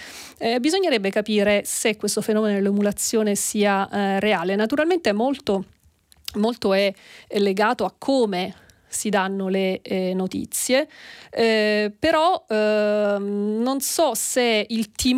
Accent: Sicily, Italy; io da siciliana

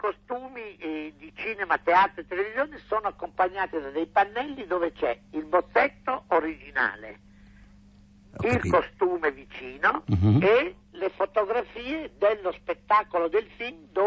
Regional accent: Gualtieri, Emilia-Romagna, Italy; born or raised there

